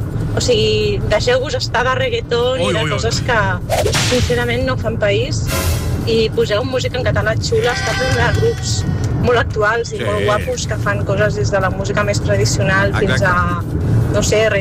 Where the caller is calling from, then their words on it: Switzerland; de Suïssa.